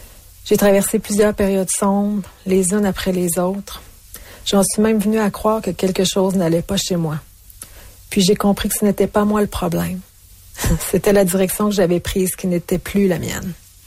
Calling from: Alberta, Canada; J'ai 51 ans et je vis en Alberta.

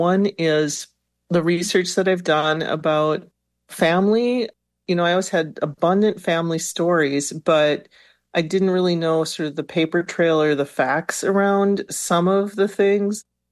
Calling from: Minneapolis, Minnesota, United States; I am joining you from Minneapolis, Kekapikang.

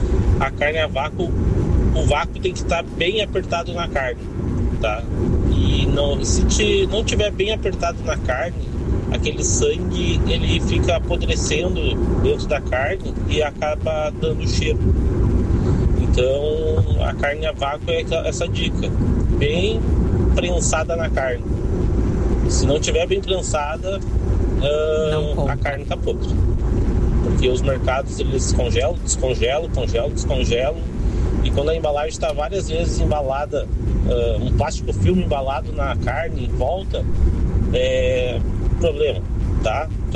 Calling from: São Leopoldo, Rio Grande do Sul, Brazil; sou de São Leopoldo, indo trabalhando em Hamburgo.

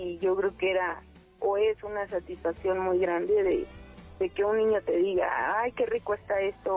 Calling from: Mexico City, Mexico; Yo estoy aquí cerca de Metro Viveros.

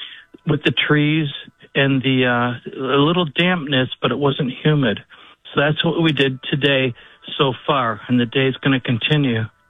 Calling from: Lakewood, Ohio, United States; Lakewood, Ohio.

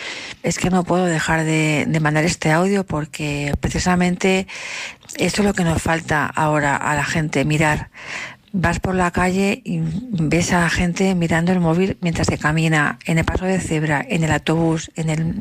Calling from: Leganés, Community of Madrid, Spain; de Leganés.

